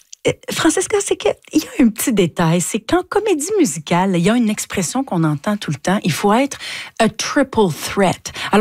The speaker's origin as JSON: {"language": "French", "town": "Gatineau", "region": "Quebec", "country": "Canada", "tie": "born there", "said": "j'étais dans un centre communautaire de Hull"}